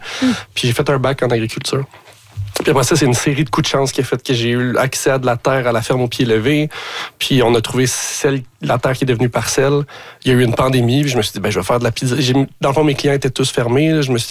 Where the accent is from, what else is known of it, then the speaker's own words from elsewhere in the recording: Montreal, Quebec, Canada; also born or lived in Ville-Saint-Laurent; Je suis pas du tout quelqu'un de la campagne. J'ai grandi à Ville-Saint-Laurent, à Montréal.